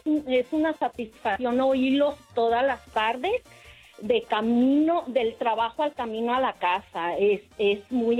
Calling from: Perris, California, United States; Vivo en Perris, California.

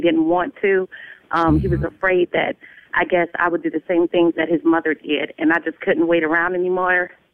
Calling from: Columbus, Georgia, United States; Hey, I'm calling from Columbus, Georgia.

